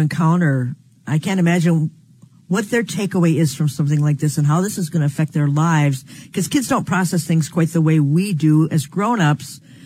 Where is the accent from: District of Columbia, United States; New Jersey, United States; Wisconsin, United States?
Wisconsin, United States; Appleton; We've had tornadoes in Appleton. I'm from Appleton.